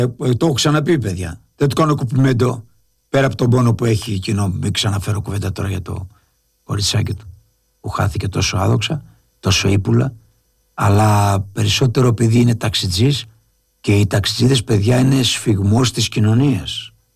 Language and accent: Greek; Lefkada, Ionian Islands, Greece; εγώ είμαι από Λευκάδα.